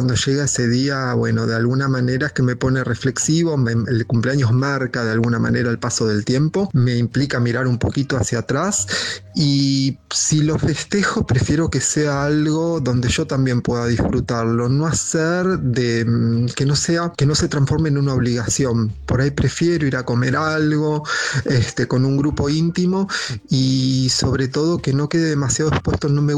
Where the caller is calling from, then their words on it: Acasuso, Buenos Aires Province, Argentina; de Acasuso